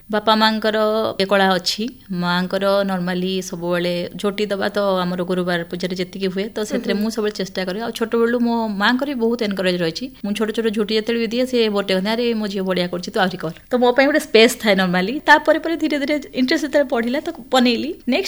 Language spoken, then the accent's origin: Odia; Kahalia, Odisha, India; born there; now in Rourkela, India; ମୋର ଜନ୍ମସ୍ଥାନ ହେଉଛି ବାଲେଶ୍ୱରର ନୀଳଗିରି ସହରର କାହାଳିଆ ଗ୍ରାମରେ, ଆଉ ମୁଁ ଜଣେ ଆର୍ଟିଷ୍ଟ।